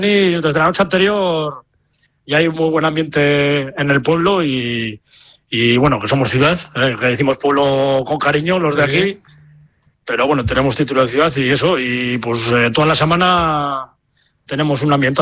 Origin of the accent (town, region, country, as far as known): Haro, La Rioja, Spain